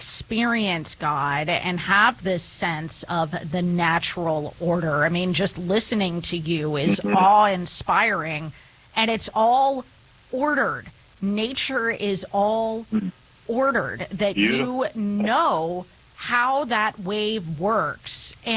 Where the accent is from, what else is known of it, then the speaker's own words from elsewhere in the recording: Midwest, United States; Well, Bear, you're going to have to forgive me because I grew up in the Midwest.